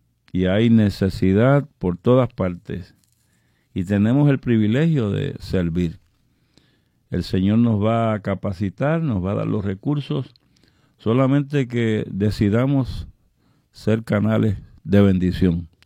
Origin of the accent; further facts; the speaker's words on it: Naguabo, Puerto Rico; nos criamos allá en Naguabo juntos, ¿verdad? Él tenía 70, yo tengo 74